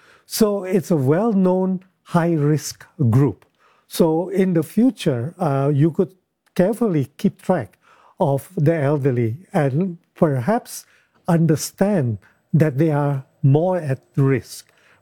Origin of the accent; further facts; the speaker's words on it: Indonesia; I come from Indonesia, and I know there's about 25 flights a day to Jakarta.